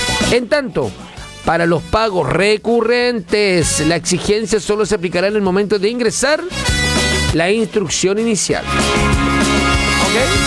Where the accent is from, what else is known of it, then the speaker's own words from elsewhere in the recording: Chile; somos fijones los chilenos